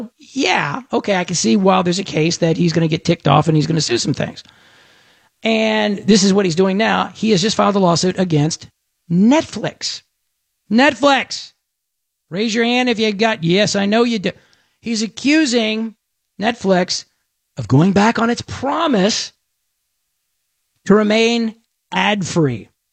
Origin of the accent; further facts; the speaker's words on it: Texas, United States; I'm an American. I am a Texan.